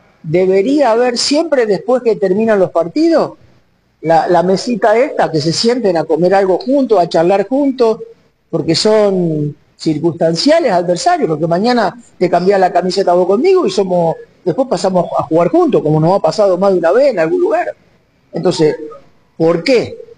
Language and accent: Spanish; Máximo Paz, Santa Fe, Argentina; also born or lived in Chile / Rosario; yo cuando me volví de Chile a vivir a Rosario, a mi ciudad, o yo, mejor dicho, soy de Máximo Paz, un pueblo de aquí del sur de Santa Fe, yo volví ahí